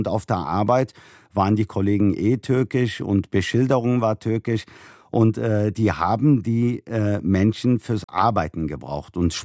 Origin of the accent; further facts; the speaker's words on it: Cologne, North Rhine-Westphalia, Germany; meine Geschichte beginnt in Köln-Mühlheim in einer Arbeiterfamilie mit türkischer Migrationsgeschichte.